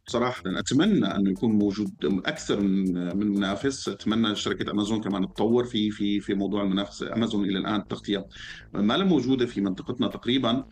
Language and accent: Arabic; Syria; أو أنا كمواطن سوري فيني أعتبر